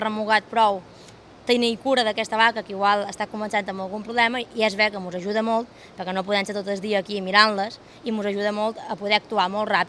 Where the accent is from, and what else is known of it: Ferreries, Balearic Islands, Spain; born there